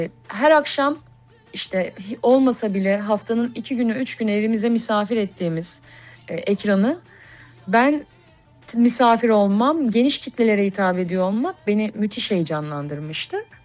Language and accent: Turkish; Malatya, Turkey; Sadece Malatya için söylemiyorum. Hı-hı. Doğup büyüdüğüm kültür, topraklar bu kültürün bir beşiği.